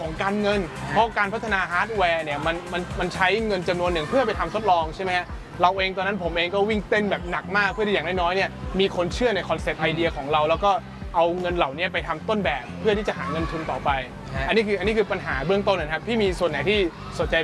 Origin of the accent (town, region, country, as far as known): Ko Samui, Surat Thani, Thailand